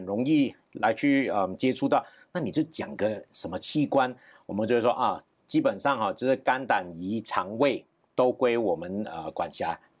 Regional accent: Malaysia; now in Taiwan; 那我出生地的话是在马来西亚，所以在马来西亚长大。

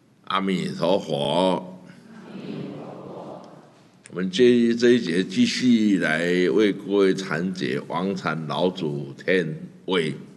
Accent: Taiwan

